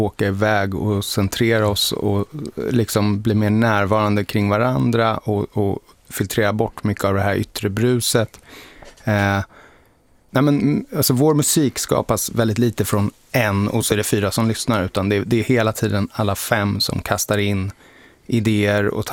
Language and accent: Swedish; Stockholm, Stockholm County, Sweden; born there; Vi är födda i Stockholm hela gänget och verkar och bor här.